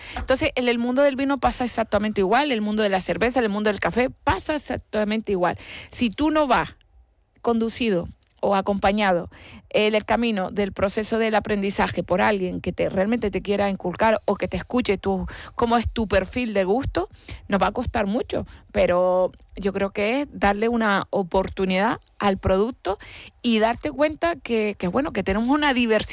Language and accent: Spanish; Canary Islands, Spain; nos hacemos la foto de que somos canarios